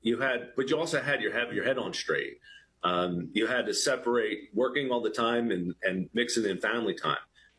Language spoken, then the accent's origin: English; Philadelphia, Pennsylvania, United States; also born or lived in Yardley, Pennsylvania; Yeah, so from the Philadelphia region. I have one sister, one of two. And I'm from the Yardley, Pennsylvania area is where I landed.